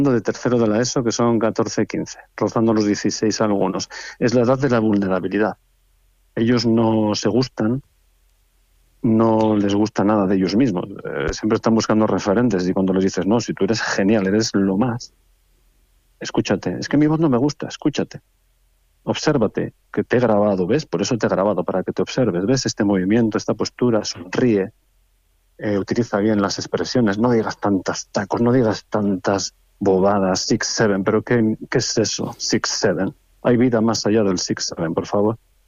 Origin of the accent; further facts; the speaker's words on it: Galicia, Spain; preciosísima la ciudad. Nosotros venimos de Galicia, imagínate.